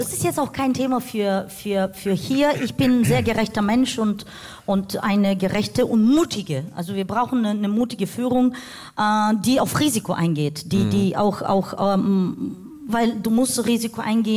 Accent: Bulgaria; moved away; also born or lived in Germany; gab es eine Einladung in mein Heimatland. Und das war eine Überraschung für mich, weil die Vorbereitungen fanden ohne mich statt. Und wir waren 3 Tage da. Aber letztendlich bin ich vor 10 Jahren zurückgekehrt.

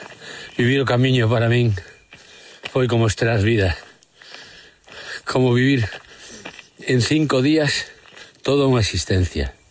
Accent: Galicia, Spain; eu como galego me reforza dun xeito moi especial

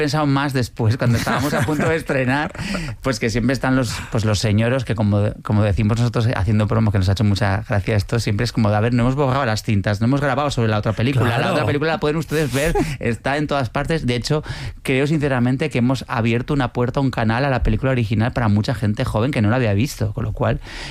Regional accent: Pamplona, Navarre, Spain; born there; now in Madrid, Spain

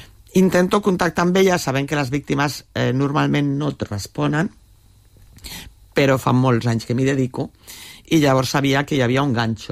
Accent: L'Hospitalet de Llobregat, Catalonia, Spain; perquè jo també sóc d'Hospitalet, també del bar de Can Vidalet, vull dir, m'he criat amb... diguéssim que la meva família també és humil, no?

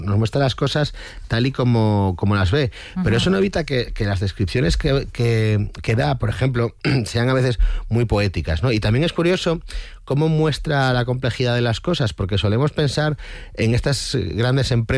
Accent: Asturias, Spain; Yo soy asturiano y me da la impresión de que el estado de la extracción minera allí en Bolivia es como el de aquí en el siglo XIX, ¿no?

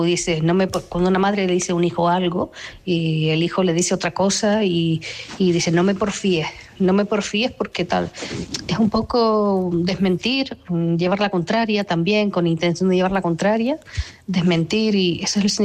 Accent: Canary Islands, Spain; de Gran Canaria. La palabra porfiar se sigue utilizando por aquí, modo coloquial.

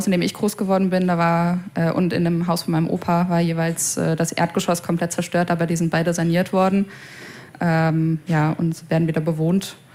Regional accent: Bad Neuenahr-Ahrweiler, Rhineland-Palatinate, Germany; moved away as an adult; also born or lived in Stuttgart; Wenn ich Bad Neuenahr-Ahrweiler sage, dann geht direkt die Diskussion los.

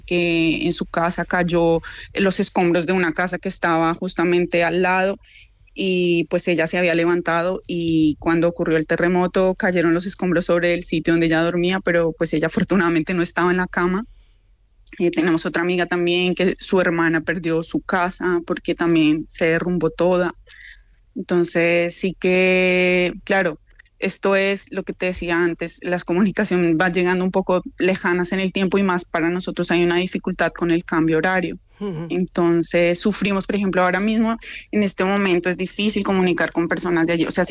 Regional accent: Bogotá, Bogotá Capital District, Colombia; Yo, por ejemplo, pues soy de Bogotá

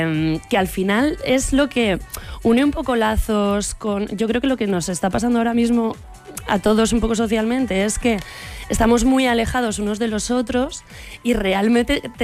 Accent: Zaragoza, Aragon, Spain; now in Madrid, Spain; yo soy de Zaragoza.

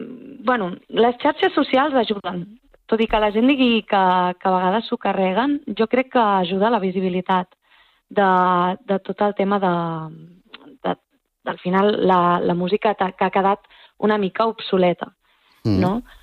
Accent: Menorca, Balearic Islands, Spain; moved away; Jo sóc de Menorca

